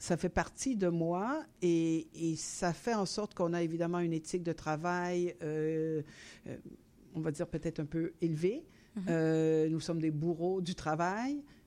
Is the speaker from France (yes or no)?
no; northern Italy, Italy; Donc, ma mère n'avait pas ses recettes. On vient du nord de l'Italie.